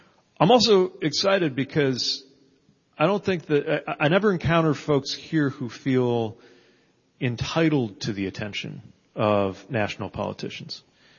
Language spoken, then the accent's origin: English; Indiana, United States; When I was preparing to run for mayor in my hometown in Indiana